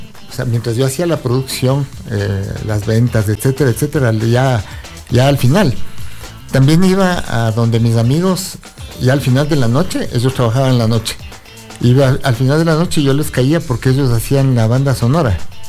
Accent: Ecuador; somos cineastas ecuatorianos

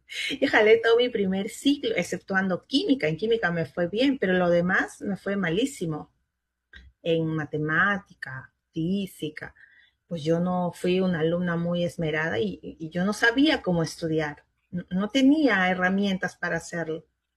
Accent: Lima, Peru; also born or lived in Bolivia / Puno, Peru; yo vinimos de Bolivia, pasamos por Puno y de frente nos pasamos a Lima. Después me quedé en Puno pues casi que en mi sexto de primaria y lo terminé acá en Lima

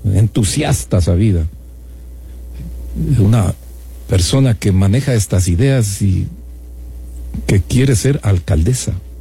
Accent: Ecuador; Esta es la situación de políticos a las cuales nosotros tenemos que vivir como ecuatorianos

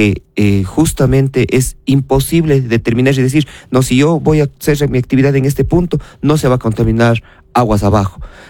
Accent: Ecuador; todos los ecuatorianos somos propietarios de estos recursos.

